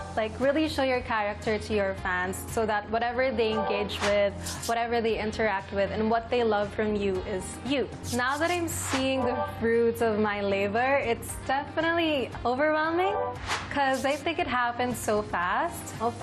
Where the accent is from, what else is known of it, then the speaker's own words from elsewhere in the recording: Philippines; a lot of people think that I'm not from the Philippines, but I actually am. I was born here, I was raised here, so marunong ako mag-Tagalog. Medyo jeje nga ako, actually. So, yeah, I'm not Philam. I'm pure Filipino.